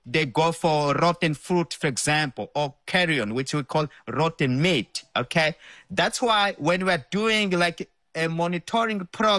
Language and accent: English; Beira, Sofala, Mozambique; We grew up together in Beira.